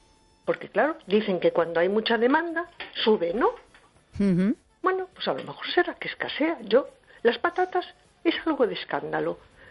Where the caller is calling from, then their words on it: A Coruña, Galicia, Spain; de Coruña